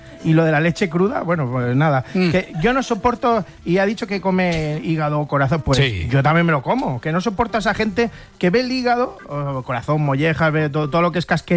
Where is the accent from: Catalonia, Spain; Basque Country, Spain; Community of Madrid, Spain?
Catalonia, Spain; Rubí; Que claro, nosotros somos de Rubí.